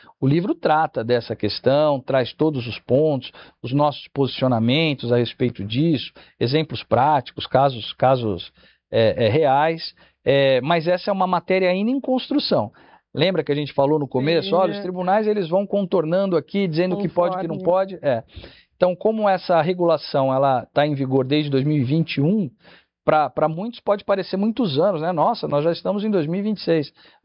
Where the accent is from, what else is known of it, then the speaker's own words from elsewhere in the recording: São Paulo, Brazil; Eu sou da região de Ribeirão Preto